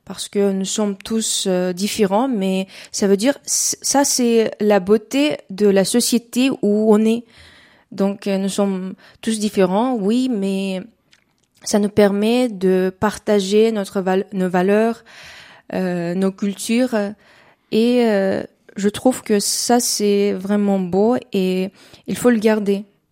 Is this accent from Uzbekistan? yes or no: yes; Uzbekistan; French is a second language; moved away as an adult; Chez nous, en Ouzbékistan, c'est un peu différent.